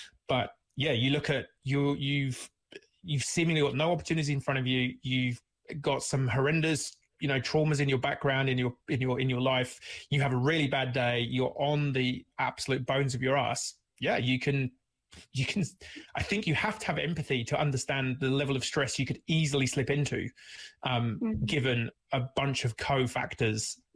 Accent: New Zealand; They were like, hey, New Zealand, is that down the road from New York? Like, where are you from?

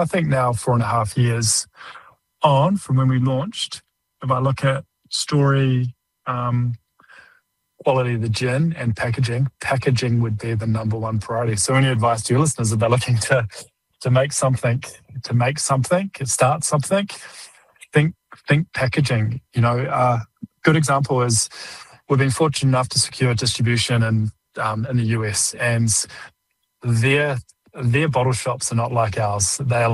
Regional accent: New Zealand; We're Kiwi though, right?

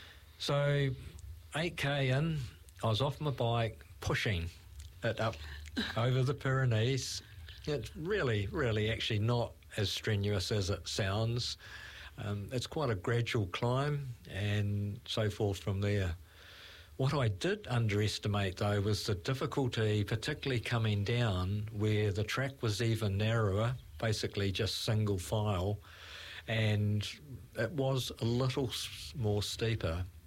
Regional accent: New Zealand; no, I can do this, I'm a Kiwi, and it'll be fine

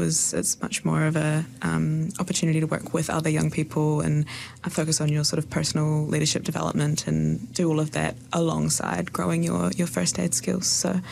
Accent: Alexandra, Otago, New Zealand; moved away as an adult; now in Dunedin, New Zealand; I grew up in Central Otago.

